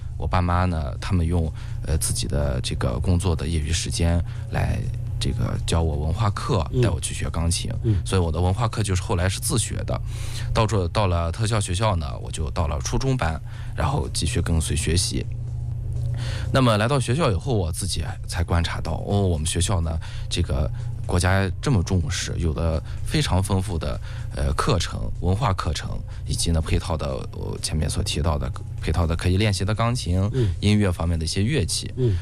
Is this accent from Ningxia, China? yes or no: yes; Guyuan, Ningxia, China; born there; 我呢是出生在宁夏南部山区的固原市的西吉县，那么呢是还是比较欠发达的一个地区。